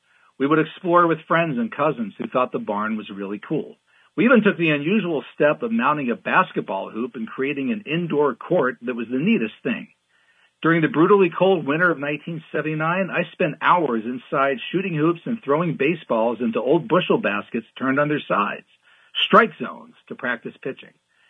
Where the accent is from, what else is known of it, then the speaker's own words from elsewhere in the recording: Butler, Pennsylvania, United States; also born or lived in Pittsburgh, United States / Russellton, United States; I was born in December 1966 in the Oakland section of Pittsburgh. I then moved to a small coal town called Russellton for a few years, and then grew up in suburban Butler, Pennsylvania.